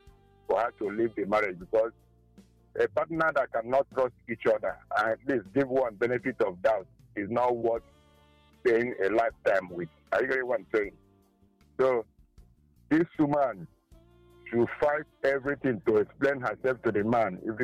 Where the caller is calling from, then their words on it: Enugu, Enugu State, Nigeria; I'm calling from Enugu.